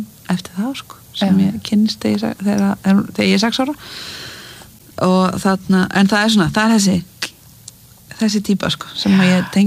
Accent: Mosfellsbær, Capital Region, Iceland; Já, ég elst upp í Mosfellsbæ með mömmu og eldri bróður mínum og þetta bara svona venjulegt Mosó líf

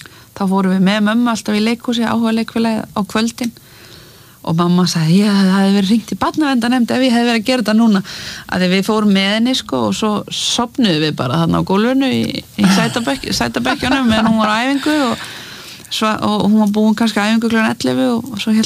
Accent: Mosfellsbær, Capital Region, Iceland; Já, ég elst upp í Mosels bæ með mömmu og, þarna, og eldri bróðum mínum og þetta bara svona venjulegt Mosó líf

